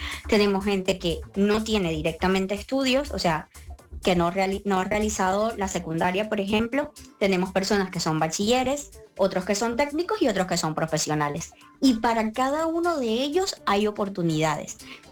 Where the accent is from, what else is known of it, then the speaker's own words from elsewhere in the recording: Barranquilla, Atlántico, Colombia; now in Seville, Spain; suelen ser mucho como en la costa en Colombia, yo soy